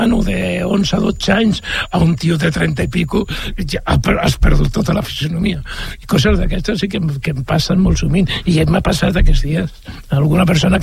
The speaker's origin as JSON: {"language": "Catalan", "town": "Barcelona", "region": "Catalonia", "country": "Spain", "said": "jo soc de Barcelona, jo sí, granges tampoc sabia en el seu moment"}